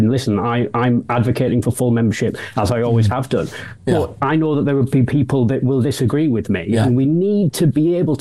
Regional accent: Middlesbrough, North East England, United Kingdom; You know, I'm a lad from the northeast of England. I'm from Middlesbrough. I'm from a working class background

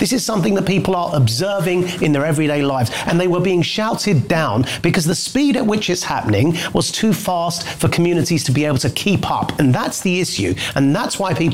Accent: London, United Kingdom; I come from East London. I've been pretty much all my life. I left home at 16 and have been in East London.

